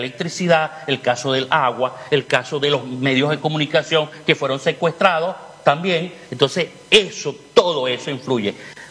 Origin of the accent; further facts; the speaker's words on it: Valle de la Pascua, Guárico, Venezuela; also born or lived in Caracas / Valencia / Maracay / Barquisimeto; en Valencia, Maracay, Barquisimeto, o sea, estudié en muchas partes de Venezuela y mi pueblo, Guárico, Valle de la Pascua, por supuesto.